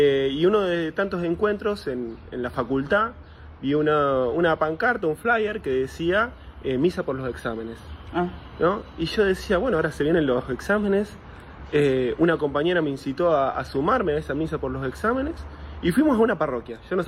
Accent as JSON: {"language": "Spanish", "town": "Cañada Rosquín", "region": "Santa Fe", "country": "Argentina", "tie": "born there", "also_born_or_lived": "Rafaela", "said": "yo soy oriundo de Cañar Rosquín, nací en Cañar Rosquín, un pueblo que está al medio de la provincia de Santa Fe, en el departamento San Martín. Nací ahí, bueno, me crié en Rafaela porque hasta los 8 años nos mudamos allá con mi familia."}